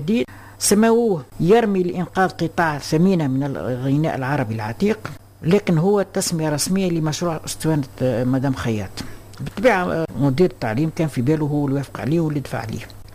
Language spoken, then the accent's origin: Arabic; Tunisia; accent: Tunisian; كما نقولوا باللغه بلهجتنا التونسيه